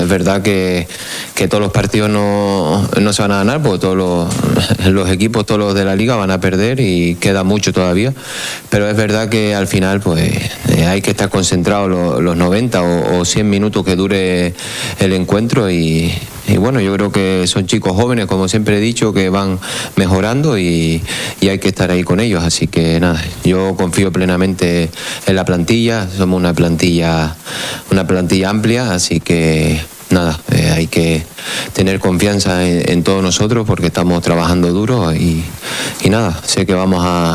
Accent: Canary Islands, Spain; now in Castellón, Spain; vuelvo a Canarias, de donde soy yo.

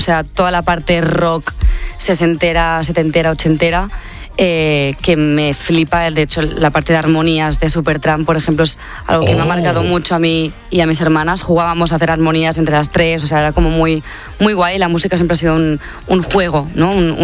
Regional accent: Tiana, Catalonia, Spain

